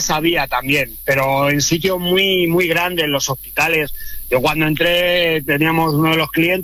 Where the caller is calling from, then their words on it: Getafe, Community of Madrid, Spain; aquí en Madrid, en Getafe, concretamente.